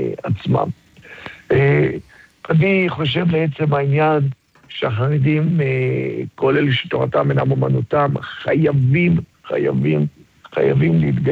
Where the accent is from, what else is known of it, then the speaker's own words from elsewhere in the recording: Holon, Tel Aviv District, Israel; אני גדלתי בחולון, גדלתי בשכונת הגיבורים.